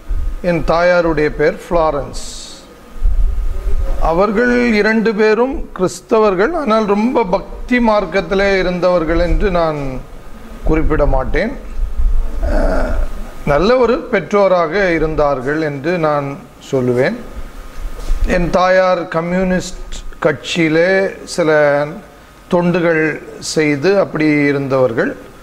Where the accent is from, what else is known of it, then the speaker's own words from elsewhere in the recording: Mangarai, Kanniyakumari district, Tamil Nadu, India; born there; moved away; also born or lived in Chennai; மாங்கரை கருங்கல் பகுதியில், கருங்கல்லேருந்து ஒரு 4 கிலோமீட்டரில் இருக்கிற மாங்கரை என்பது என்னுடைய சொந்த ஊர், என் அப்பாவுடைய ஊர். என்னுடைய அம்மாவுடைய சொந்த இடம் கண்ணன்னூர், வேர்க்கிளம்பி பக்கத்தில் இருக்கிறது.